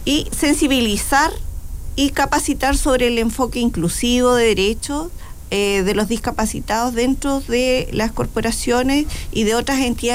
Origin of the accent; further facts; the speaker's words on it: Curanilahue, Biobío, Chile; estamos aquí en Curanilagüe, sabemos la cercanía, soy persona oriunda de Curanilagüe